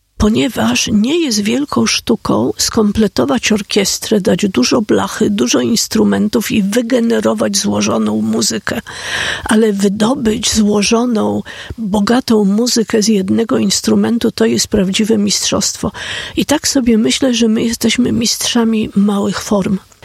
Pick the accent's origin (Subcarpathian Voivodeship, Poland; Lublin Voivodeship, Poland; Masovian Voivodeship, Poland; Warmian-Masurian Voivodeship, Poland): Masovian Voivodeship, Poland; Warsaw; Jeżeli pamięta pan PRL i mieszkał pan w kamienicy, ja się wychowałam w kamienicy na Grochowie, to w tej kamienicy była, w piwnicy była wspólna pralnia